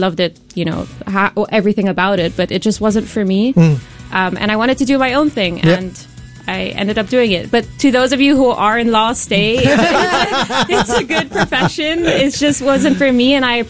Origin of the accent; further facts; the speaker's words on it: Oman; moved away as an adult; also born or lived in United Kingdom; now in Singapore; So half Lebanese, half Chinese Singaporean, born in KK in Singapore. Mom left. I moved with her to Oman. Grew up in Oman. Spent my childhood there. Went to school. Went to university in the UK. Came back to Singapore.